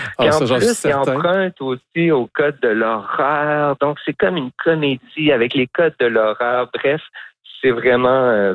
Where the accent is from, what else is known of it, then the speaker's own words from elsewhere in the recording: Quebec, Canada; je viens de la Gaspésie, ici, de la Baie-des-Chaleurs, ben pour moi, c'est vraiment, un moment super important au sens où ben, c'est ici que j'ai appris à faire du théâtre